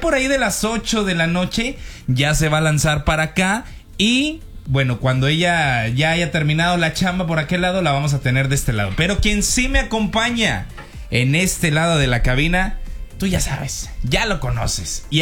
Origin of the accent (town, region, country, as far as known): Comarca Lagunera, Mexico